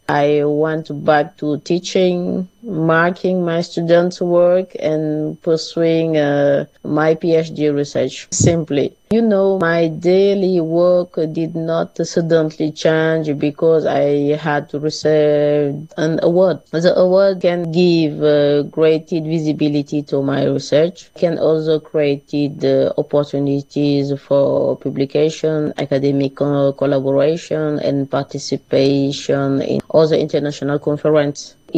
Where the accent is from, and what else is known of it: Senegal; accent: French accent; first language French; English is a second language